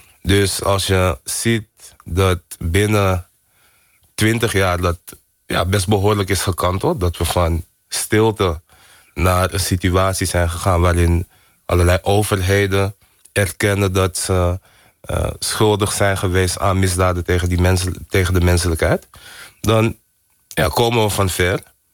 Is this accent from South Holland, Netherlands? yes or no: no; Amsterdam, North Holland, Netherlands; ik ben hier geboren en getogen in Amsterdam, in Nederland. Maar ik woonde wel in een hele Surinaamse omgeving.